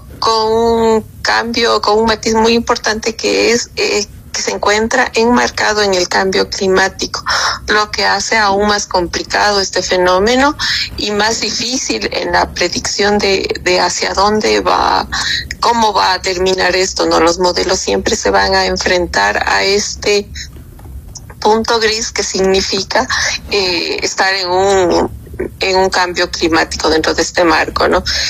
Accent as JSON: {"language": "Spanish", "country": "Ecuador", "said": "la vulnerabilidad que nosotros como sociedad ecuatoriana presentamos ante esta situación"}